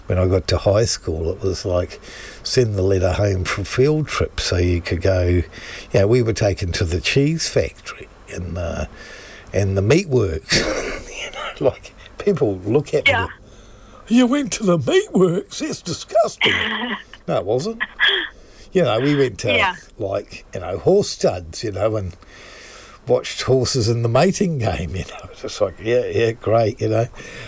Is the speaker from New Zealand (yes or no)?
yes; New Zealand; also born or lived in Takapuna; growing up in New Zealand when I grew up